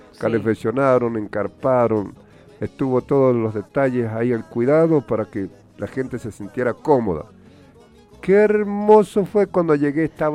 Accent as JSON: {"language": "Spanish", "region": "Cuyo", "country": "Argentina", "said": "nos enorgullece de ser cuyanos"}